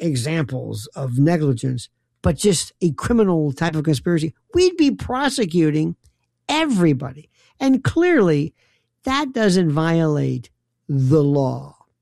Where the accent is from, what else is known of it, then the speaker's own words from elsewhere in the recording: Tampa, Florida, United States; Tampa, my hometown.